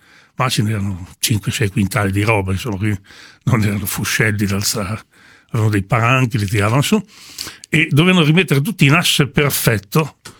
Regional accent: Pavana, Tuscany, Italy; born there

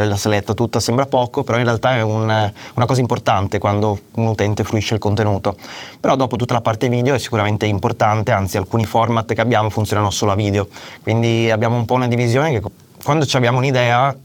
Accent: Veneto, Italy; Io sono veneto

